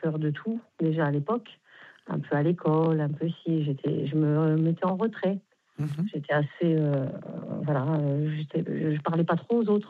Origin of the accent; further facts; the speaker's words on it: Grand Est, France; now in Arles, France; Moi, je suis Lorraine, mais j'ai atterri à Arles.